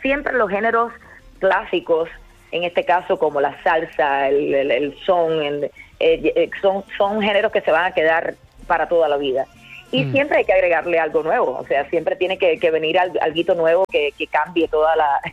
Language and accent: Spanish; Cuba; un momentico donde puedan desconectar de todas las cosas difíciles que hemos tenido que pasar como cubanos.